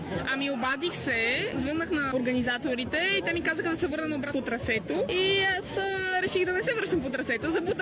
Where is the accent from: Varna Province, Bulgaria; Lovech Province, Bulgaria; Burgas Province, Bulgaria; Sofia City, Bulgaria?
Sofia City, Bulgaria; Sofia; От София.